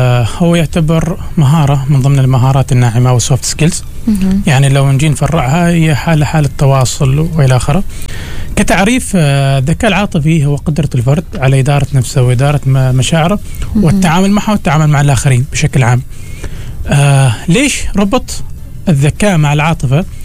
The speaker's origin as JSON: {"language": "Arabic", "country": "Oman", "said": "احنا عندنا في عمان ما في ربيع، صيف شتاء شتاء صيف، وينقلب عندك الجو في في في في في يوم واحد."}